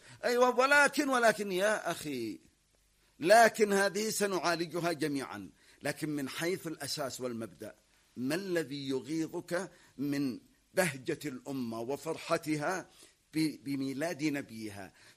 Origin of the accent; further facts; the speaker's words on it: Yemen; بالنسبة لنا كيمنيين